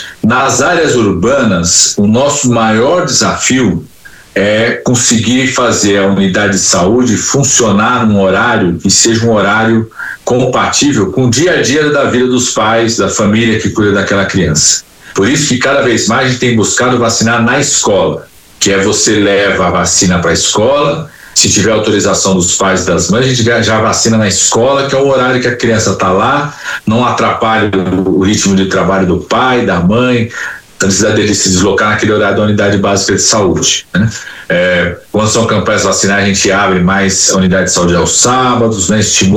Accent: São Paulo, Brazil; also born or lived in Amazon region; eu sou de São Paulo, mas quando tinha terminado a minha especialização, que a gente chama residência, né, em doenças infecciosas, eu fui montar um núcleo da USP lá no meio da região amazônica.

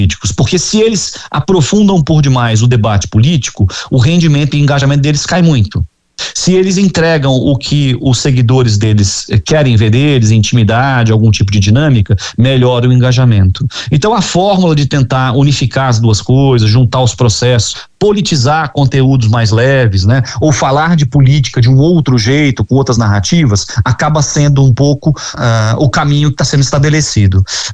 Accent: Rio de Janeiro, Brazil; eu também sou do Rio de Janeiro, então tenho especial interesse em olhar, né?

